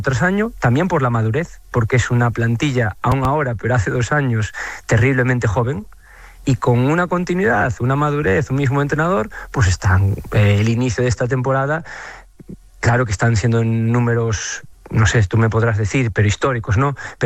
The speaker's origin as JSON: {"language": "Spanish", "region": "Galicia", "country": "Spain", "said": "Pero yo si me voy a mojar, no voy a responder con una pregunta como buen gallego."}